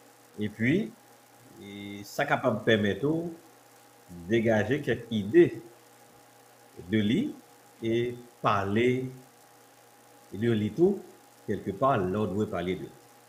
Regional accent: Haiti; Mais c'est pas comme trop coin dans la tête maintenant en tant qu'Haïtien

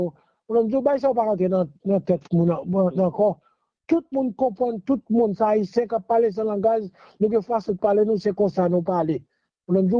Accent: Haiti; Moi-même, je suis haïtien, je suis Haïti, je suis pays.

